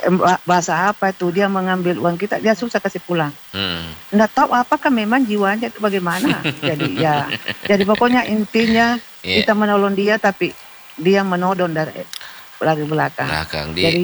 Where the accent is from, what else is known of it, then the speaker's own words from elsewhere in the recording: South Sulawesi, Indonesia; Kita ini Bugis Makassar memang harus lebih dalam itu ilmu sirik mapace.